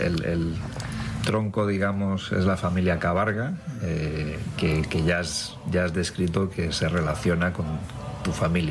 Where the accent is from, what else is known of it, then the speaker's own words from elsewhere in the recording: Madrid, Community of Madrid, Spain; yo soy el madrileño de padres cántabros